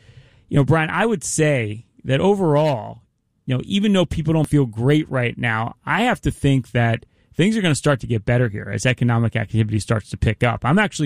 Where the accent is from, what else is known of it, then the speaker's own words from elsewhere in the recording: Philadelphia, Pennsylvania, United States; You know, I'm from Philadelphia. I got to keep it simple.